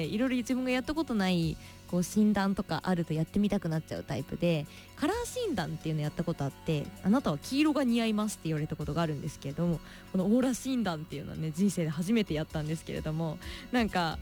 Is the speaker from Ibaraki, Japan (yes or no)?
yes; Mito, Ibaraki, Japan; このふるさとの水戸